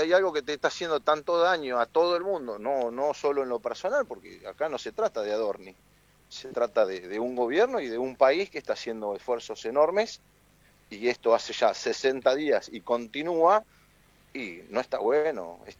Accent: Argentina

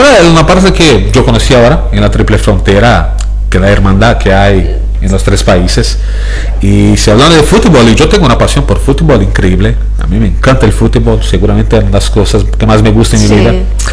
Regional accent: Brazil; now in Puerto Iguazú, Argentina; soy brasileño.

